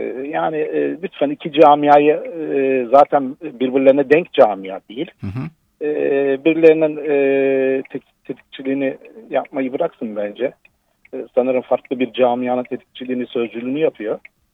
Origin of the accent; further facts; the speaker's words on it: Istanbul, Turkey; moved away as an adult; Tabii bütün çocukluğum geçti orada. Yıllarımız geçti aşağı yukarı 35 yıl.